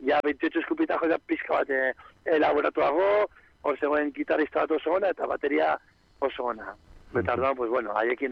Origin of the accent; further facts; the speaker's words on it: Bilbao, Basque Country, Spain; Bilboko erreka bezala da, kolorea. Osea, ni bilbotarra naiz eta kolore hau ikusten dut, egunero.